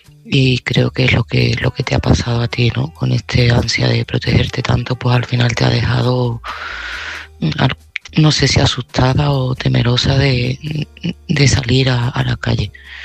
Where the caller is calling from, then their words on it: Seville, Andalusia, Spain; de Sevilla y este mensaje va para Ana.